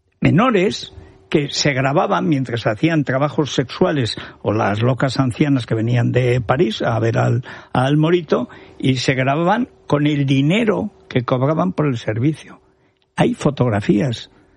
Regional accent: Spain; Porque somos españoles y nos gusta como ganar el Mundial.

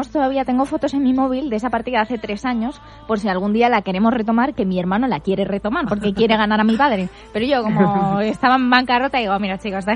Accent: Madrid, Community of Madrid, Spain; somos madrileñas.

